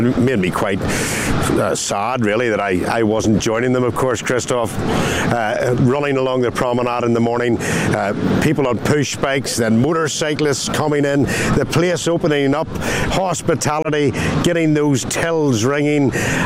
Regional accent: Northern Ireland, United Kingdom; I come from Northern Ireland

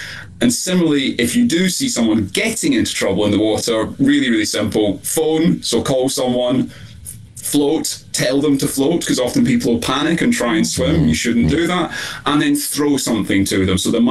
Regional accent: Scotland, United Kingdom; I mean, I'm from Scotland. We've definitely had a cool climate. I grew up shivering most of the time.

